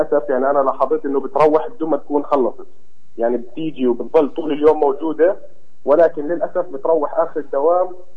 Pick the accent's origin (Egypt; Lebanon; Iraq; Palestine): Palestine; احنا شعب فلسطيني